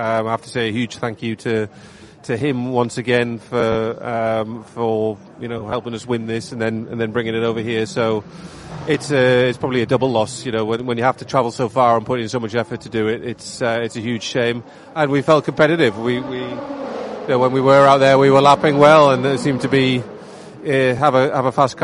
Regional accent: Canada; We're coming over from Canada and a few Americans in there with us.

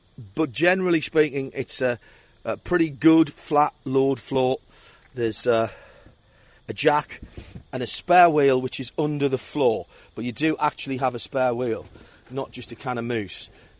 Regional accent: North East England, United Kingdom; accent: northeastern; now in Australia; my northeastern accent.

